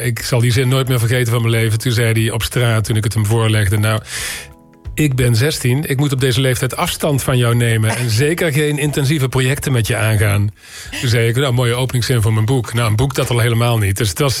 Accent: Limburg, Netherlands; moved away; zoals ik ben opgegroeid in Limburg

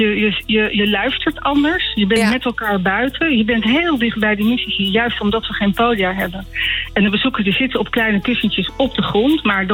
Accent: Utrecht, Netherlands; Ik kom zelf uit Utrecht

